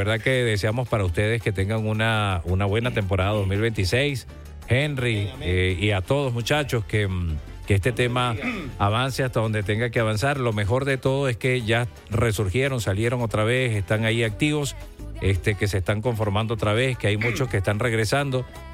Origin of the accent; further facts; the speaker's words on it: Zulia, Venezuela; now in Lima, Peru; desde Lima, Perú. Soy maracucho, pero vivo acá desde hace 2 años.